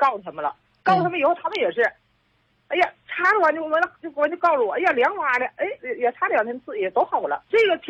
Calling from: Qiqihar, Heilongjiang, China; 我是齐齐哈尔的。

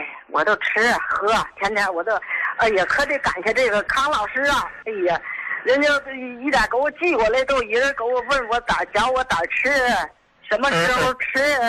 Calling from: Tangshan, Hebei, China; 我是唐山的。

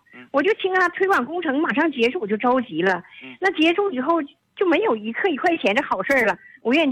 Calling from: Songyuan, Jilin, China; 我是亲临松原的老朋友。

